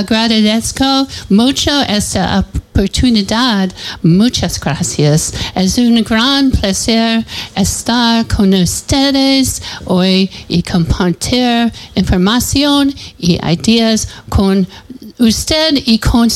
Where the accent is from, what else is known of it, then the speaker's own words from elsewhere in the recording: Connecticut, United States; Spanish is a second language; moved away as an adult; now in Pasco, United States; Sí, crecí en Connecticut, pero ahora vivo aquí en Pasco. Mi esposo y yo nos mudamos aquí hace 7 años porque él trabaja como científico.